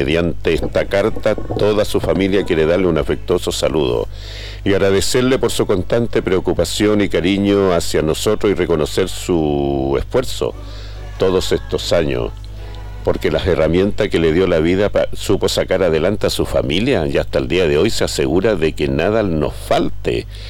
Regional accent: Venezuela; now in Chillán, Chile; y vivimos en 21 de mayo, Ultra Estación en Chillán, en ese sector, en esa villa. Yo como buena venezolana escucho mucho Radio Ñuble

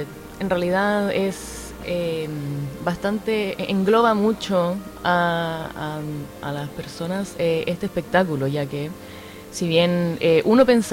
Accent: Chile; Yo soy chilena.

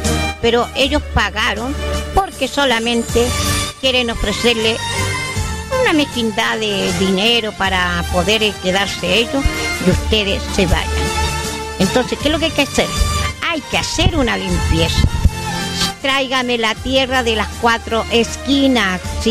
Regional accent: Chile; Vamos a hacer una limpia, pero nosotros como chilenos.

